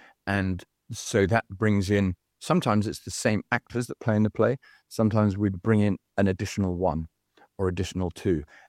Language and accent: English; England, United Kingdom; moved away as an adult; also born or lived in China / Europe; now in Australia; Certainly I'm English and coming to Australia